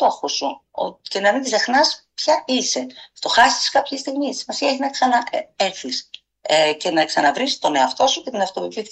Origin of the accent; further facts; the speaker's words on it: Thessaloniki, Central Macedonia, Greece; now in Athens, Greece; Έκανα μια εσωτερική μετανάστευση, έφυγα από τη Θεσσαλονίκη, πήγα στην Αθήνα.